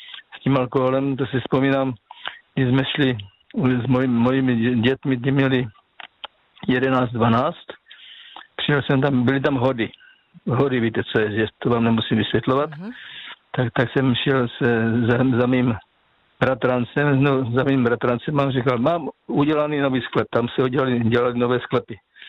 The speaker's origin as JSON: {"language": "Czech", "country": "Slovakia", "said": "moje stařenka z Jižní, jako já pocházím ze Slovenska, tam se říká stařenka, ne babička."}